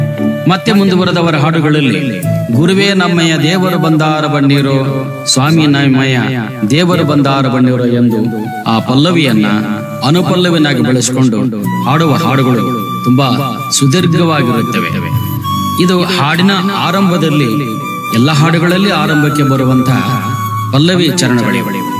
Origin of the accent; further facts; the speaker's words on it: Gadag district, Karnataka, India; ನಮ್ಮ ಗದಗ ಜಿಲ್ಲೆಯಲ್ಲಿ ಲಕ್ಕುಂಡಿ ಮತ್ತು ಮಜ್ಜೂರು ಭಜನಾ ಮೇಳದವರು ಹೆಚ್ಚು ಪ್ರಸಿದ್ಧಿ ಪಡೆದಿರುವುದು ಕಂಡು ಬರುತ್ತದೆ.